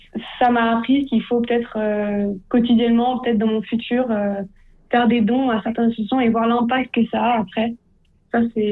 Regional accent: Switzerland; en tant que Suisse

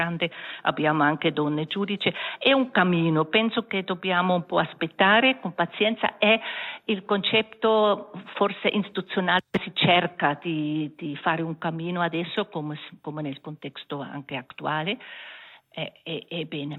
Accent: German-speaking Switzerland, Switzerland; sono svizzera tedesca

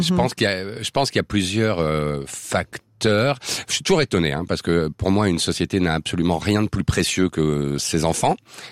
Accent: Belgium; comme chez nous, comme on dit chez nous en Belgique

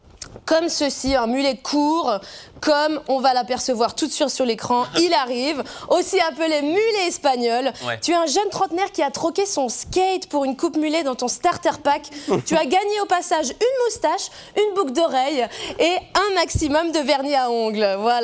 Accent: Valais, Switzerland; Eh oui, mais moi, je suis une vraie valaisanne, je le sens quand je critique les touristes à la montagne ou quand je mange une fondue chinoise à chaque Noël, tu vois. Je sens que celles sont là, mes racines valaisannes.

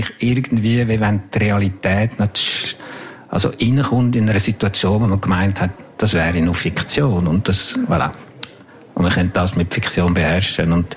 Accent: Jura, Switzerland; German is a second language; Nein, ich finde einfach, ich bin von da. Ich bin im Jura aufgewachsen. Ich bin ein Freund vom Zürichsee oder vom Genfersee und ich gehe gerne in den Alpen wandern.

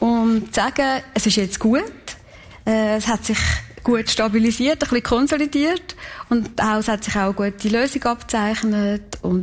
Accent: Kaltbrunn, St. Gallen, Switzerland; born or raised there

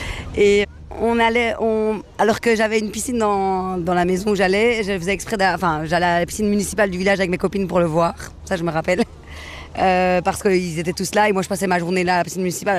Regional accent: Belgium; Moi, je suis belge hein, de base.

